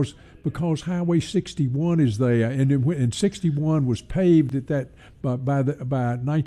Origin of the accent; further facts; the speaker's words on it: Memphis, Tennessee, United States; born there; also born or lived in Tunica, Mississippi; I was born in Memphis and not in Tunica. Ah. My mother went up the paved road to have me be born here.